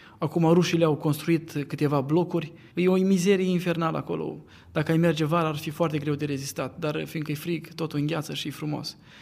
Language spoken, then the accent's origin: Romanian; Romania; eu îl slăvesc pe Domnul că sunt român.